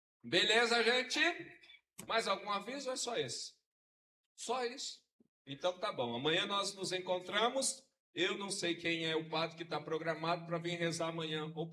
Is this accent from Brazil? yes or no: yes; Brazil; nós somos brasileiros